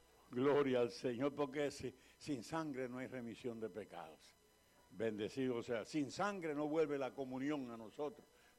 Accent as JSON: {"language": "Spanish", "town": "Cagua", "region": "Aragua", "country": "Venezuela", "tie": "born or raised there", "said": "En mi barrio, porque yo soy de barrio, soy de Campo Alegre, de Cagua, y allí la gente vivía a base de dichos y de refranes"}